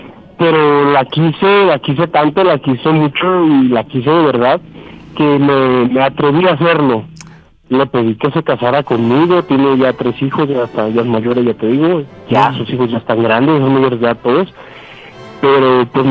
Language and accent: Spanish; Guerrero, Mexico; now in Guadalajara, Mexico; Tengo 27, estoy en Guadalajara, soy de Guerrero.